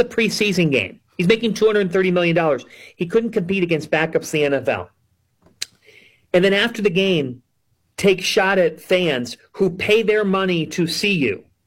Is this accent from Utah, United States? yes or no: no; Cleveland, Ohio, United States; and I don't like the pity party because I'm from Cleveland.